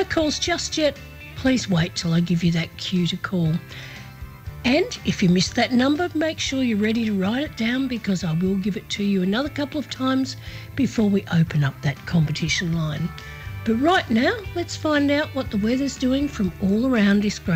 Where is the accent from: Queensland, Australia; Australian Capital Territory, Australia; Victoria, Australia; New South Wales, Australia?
Victoria, Australia; Horsham; your Thursday morning host for Good Morning Country, coming to you from my hometown of Horsham in Western Victoria.